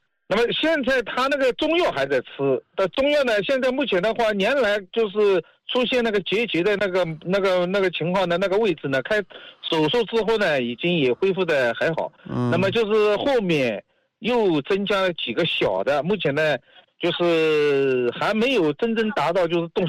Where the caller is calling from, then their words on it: Huzhou, Zhejiang, China; 我是浙江湖州的。